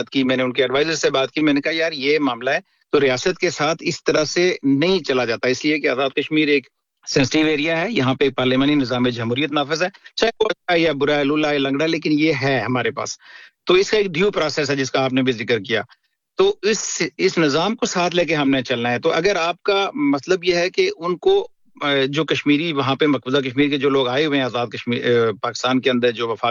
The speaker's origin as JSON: {"language": "Urdu", "town": "Rawalakot", "region": "Azad Kashmir", "country": "Pakistan", "tie": "born or raised there", "said": "جہاں پہ میں پلا بڑا ہوں, راولا کوٹ سے میرا تعلق ہے, تھوراڑ ایک جگہ ہے ہماری تحصیل, وہاں سے"}